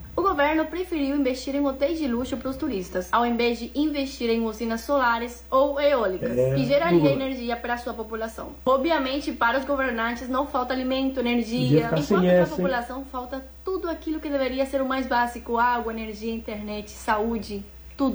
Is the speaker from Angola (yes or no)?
no; Cuba; moved away; eu, como cubana